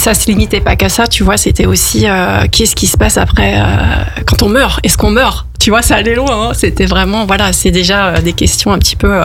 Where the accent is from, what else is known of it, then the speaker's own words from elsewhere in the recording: Auvergne-Rhône-Alpes, France; born there; je suis savoyarde de naissance.